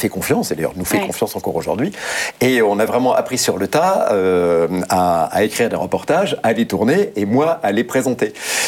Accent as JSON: {"language": "French", "region": "Nouvelle-Aquitaine", "country": "France", "tie": "born or raised there", "moved": "as an adult", "lives_now": "near Biarritz, France", "said": "j'ai fini par racheter une maison, effectivement, pas loin de Biarritz. Et je retrouve les joies de mon enfance, sur la Côte Basque et sur le Pays Basque intérieur, ce qui est une région magnifique."}